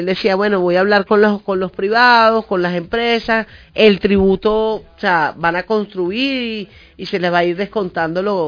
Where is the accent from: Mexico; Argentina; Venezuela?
Venezuela; somos venezolanas y venezolanos